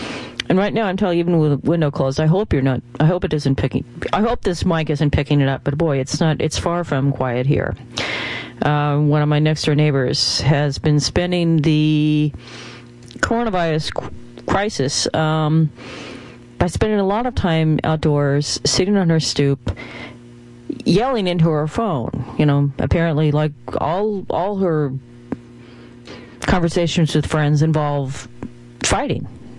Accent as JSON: {"language": "English", "town": "Los Angeles", "region": "California", "country": "United States", "tie": "born or raised there", "moved": "yes", "lives_now": "New York City, United States", "said": "where I grew up in Los Angeles"}